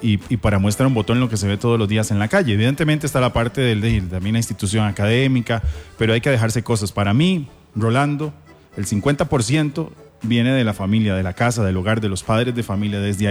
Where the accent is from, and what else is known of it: Costa Rica